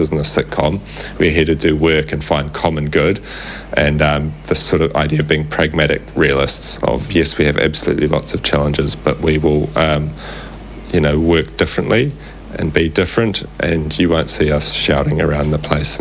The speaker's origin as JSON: {"language": "English", "country": "New Zealand"}